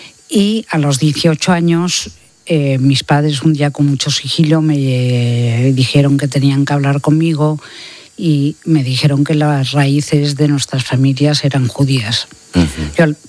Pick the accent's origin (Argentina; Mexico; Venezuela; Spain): Spain; Barcelona, Catalonia; yo nací en Barcelona, mis padres eran alemanes, se habían conocido aquí y me educaron en la fe católica, en el colegio de las monjas alemanas de la calle Copérnico en Barcelona.